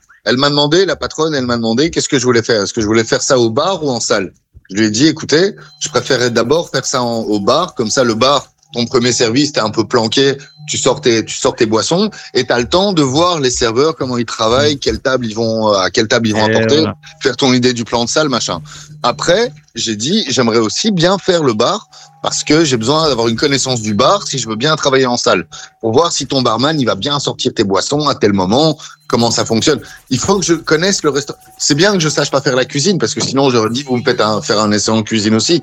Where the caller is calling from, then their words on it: Belgium; T'as pas compris que j'étais en France en vacances et que j'habite en Belgique, non?